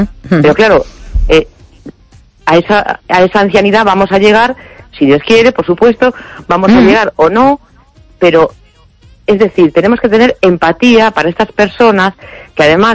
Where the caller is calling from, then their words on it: A Coruña, Galicia, Spain; Hola, Esther, buenas noches … de La Coruña.